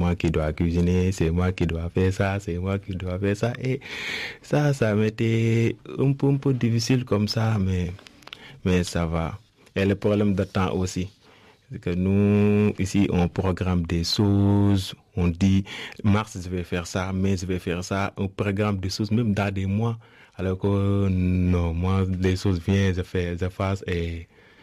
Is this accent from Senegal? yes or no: yes; Senegal; French is a second language; c'est une choc culturel que nous, en tant que Sénégalais, quand on est enfant ou jeune, on peut rester jusqu'à 30 ans.